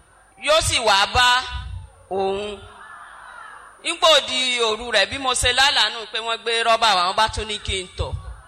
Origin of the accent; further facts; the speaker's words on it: Jos, Plateau, Nigeria; Bẹ́ẹ̀ ni, ọmọ Jọ́sì ni mí, mo kàn fẹ́ Yorùbá ni.